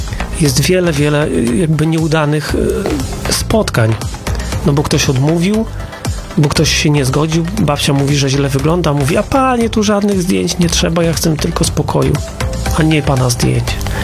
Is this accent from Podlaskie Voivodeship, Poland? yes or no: yes; Mońki, Podlaskie Voivodeship, Poland; born there; Ja się urodziłem w Mońkach, moja mama pochodzi z miejscowości Krynica, to gmina Czcianne.